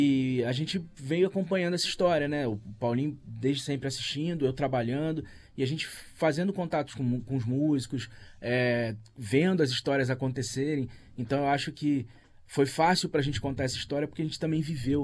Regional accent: Rio de Janeiro, Brazil; born there; now in Rio das Ostras, Brazil; Eu, como Paulinho, também sou do Rio, sou carioca de nascimento, mas me considero riostrense, né?

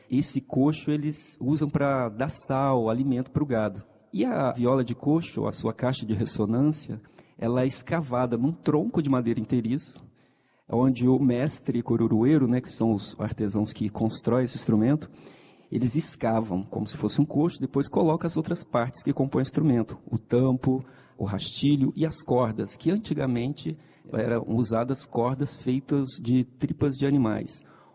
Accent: Minas Gerais, Brazil; Eu sou do interior de Minas, e então é natural que desde criança eu tivesse contato com as folias de reis, com as congadas e, consequentemente, com os violeiros tradicionais, né?

